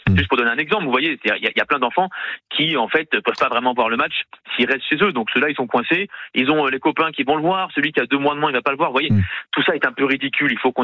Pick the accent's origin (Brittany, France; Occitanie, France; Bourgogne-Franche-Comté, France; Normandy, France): Occitanie, France; Toulouse; en tant que Toulousain